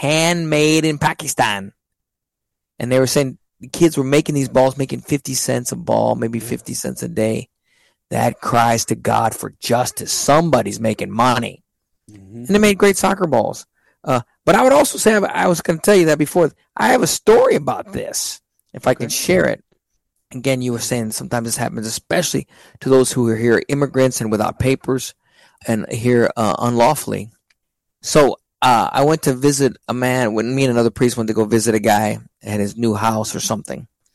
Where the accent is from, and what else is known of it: Texas, United States; moved away as an adult; also born or lived in New York